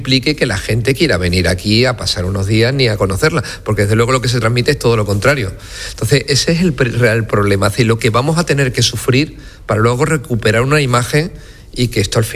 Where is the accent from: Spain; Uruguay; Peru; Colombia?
Spain; Ceuta; Bueno, los que somos de Ceuta sabemos que esto nunca será de Marruecos.